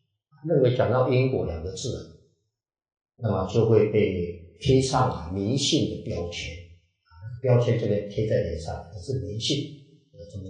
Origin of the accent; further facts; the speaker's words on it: China; 我们中国人